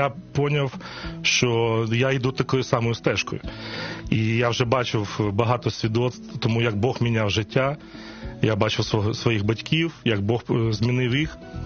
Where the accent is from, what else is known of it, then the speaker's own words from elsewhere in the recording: Kyiv, Ukraine; Народився я в місті Києві. Так сказати, батьки мої народилися тут, і дідусі з бабусями, то я, можна сказати, корінний київлянин.